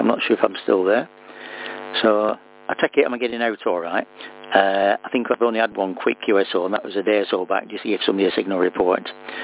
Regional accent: Accrington, North West England, United Kingdom; now in Preston, United Kingdom; Well, I'm not originally from here. I'm from Accrington, which is in East Lancashire. And I came here in 82. I moved over here because I got a job over here.

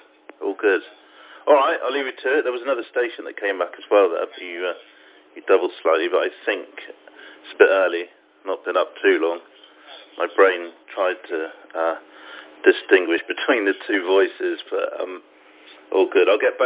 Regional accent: South West England, United Kingdom; moved away as an adult; now in Sweden; as you can probably hear, I'm not from Sweden. I'm from Southwest UK, originally been living in Sweden for about 11 years this year.

